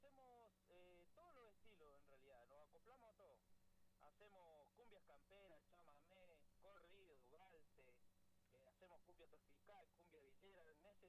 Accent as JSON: {"language": "Spanish", "town": "Andacollo", "region": "Neuquén", "country": "Argentina", "tie": "born or raised there", "moved": "as an adult", "lives_now": "Chos Malal, Argentina", "said": "yo soy nacido y criado en Andacollo, pero hace un tiempo ya en pandemia me vine a vivir a Chosmalal"}